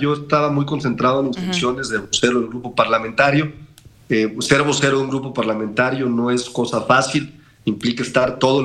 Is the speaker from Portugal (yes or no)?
no; Mexico City, Mexico; born there; la alcaldía de la cual soy vecino, que es la Cuauhtémoc, en esta ciudad donde yo nací.